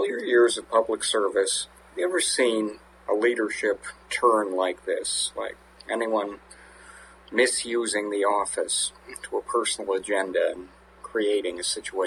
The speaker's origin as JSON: {"language": "English", "country": "Canada", "said": "as Canadian citizens, you're right, a lot of us do have friends in the U.S., even family."}